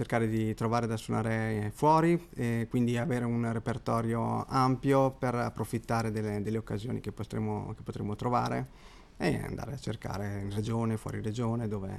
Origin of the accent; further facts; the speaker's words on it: Mori, Trentino-Alto Adige, Italy; now in Trento, Italy; Io sono di Mori.